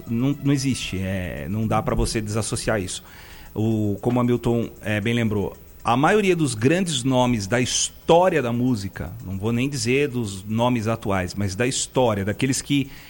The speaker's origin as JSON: {"language": "Portuguese", "town": "Limeira", "region": "São Paulo", "country": "Brazil", "tie": "born or raised there", "also_born_or_lived": "Nova Odessa", "moved": "as an adult", "said": "Apesar de ter nascido aqui, eu fui enviado para Nova Odessa assim que eu fui ungido pastor. Nós começamos a Igreja Renascer dali, de Nova Odessa. E depois eu fui enviado para outros lugares, né? Até voltar aqui para Limeira, minha terra natal."}